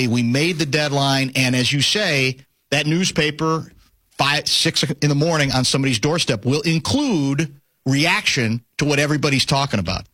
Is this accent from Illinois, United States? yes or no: yes; Chicago, Illinois, United States; That's what I grew up on in Chicago